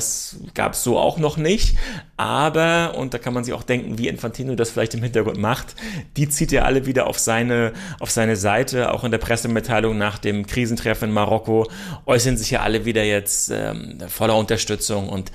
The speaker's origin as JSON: {"language": "German", "country": "Germany"}